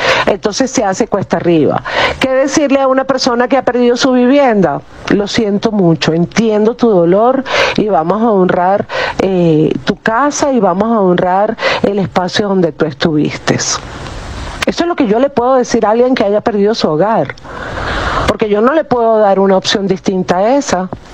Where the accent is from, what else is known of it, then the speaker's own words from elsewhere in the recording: Venezuela; yo no vivía en La Guaira, yo tuve mi vida también en La Guaira, como muchos venezolanos.